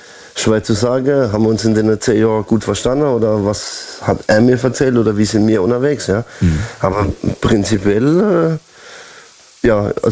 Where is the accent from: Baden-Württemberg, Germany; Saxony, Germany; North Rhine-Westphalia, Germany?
Baden-Württemberg, Germany; Karlsruhe; Hi, ich bin von Karlsruhe.